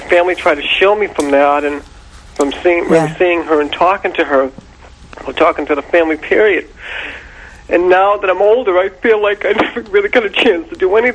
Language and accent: English; Boston, Massachusetts, United States; I'm from Boston.